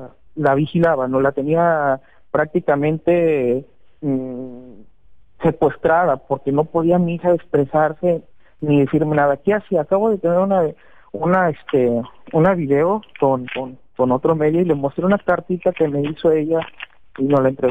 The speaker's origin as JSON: {"language": "Spanish", "town": "Poza Rica", "region": "Veracruz", "country": "Mexico", "said": "nosotros somos de Poza Rica, Veracruz"}